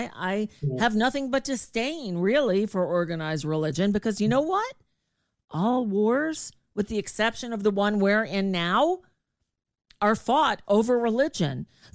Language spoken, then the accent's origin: English; United States; We're American.